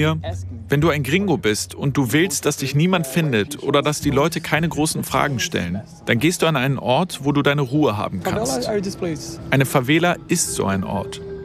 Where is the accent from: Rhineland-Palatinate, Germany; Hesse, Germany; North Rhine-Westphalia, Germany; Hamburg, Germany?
Hamburg, Germany; Zwischen Rio und meiner Heimatstadt Hamburg liegen rund 10.000 Kilometer, 14 Flugstunden ungefähr.